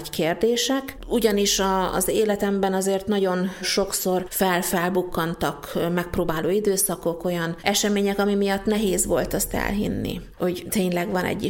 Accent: Gyula, Békés, Hungary; born or raised there

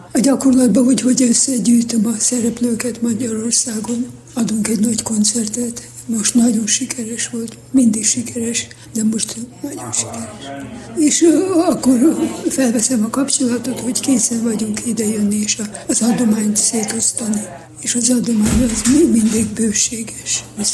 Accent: Berehove, Zakarpattia Oblast, Ukraine; now in Hungary; Itt születtem

